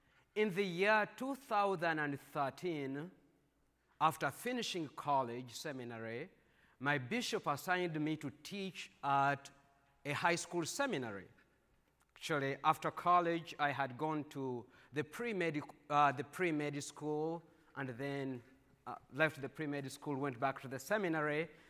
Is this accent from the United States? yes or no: no; Uganda; I come from Uganda